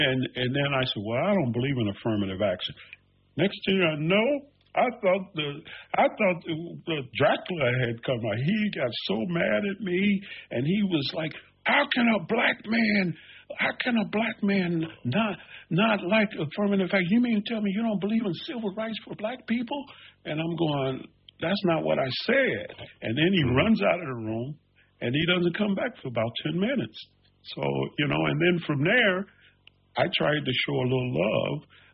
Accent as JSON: {"language": "English", "town": "Cincinnati", "region": "Ohio", "country": "United States", "tie": "born or raised there", "said": "And I grew up in Ohio, and so in the inner city there of Cincinnati. Okay. So that's where I'm from."}